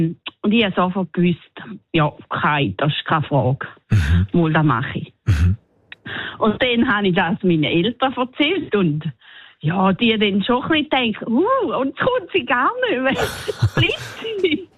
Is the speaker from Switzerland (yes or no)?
yes; Switzerland; Als Schweizer ist man manchmal ein bisschen ungewöhnlich.